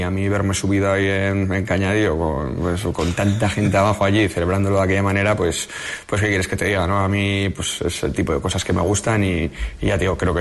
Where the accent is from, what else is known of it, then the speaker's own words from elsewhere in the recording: San Sebastián, Basque Country, Spain; yo soy un chaval de San Sebastián, ¿no? De Donosti, muy chaval muy normal, ¿no?